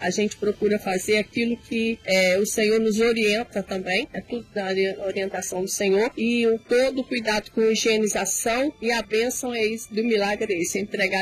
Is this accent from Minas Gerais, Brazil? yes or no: no; São Paulo, Brazil; eu sou de São Paulo, também da Igreja Saúde.